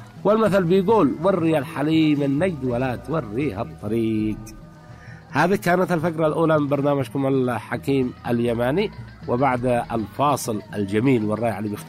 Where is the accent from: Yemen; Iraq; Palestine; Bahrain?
Yemen; عندنا في اليمن